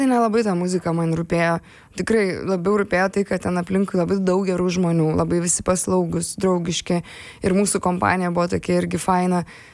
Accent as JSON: {"language": "Lithuanian", "town": "Lyduokiai", "region": "Vilnius County", "country": "Lithuania", "tie": "born or raised there", "said": "Aš užaugau Ukmergės rajone, net ne pačioje Ukmergėje. Ir gimiau tokiam Lyduokių miestelį."}